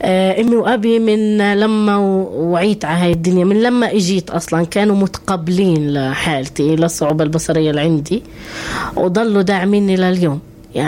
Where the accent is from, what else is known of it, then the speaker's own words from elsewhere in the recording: Palestine; إحنا كشعب فلسطيني متمسكين بالحياة.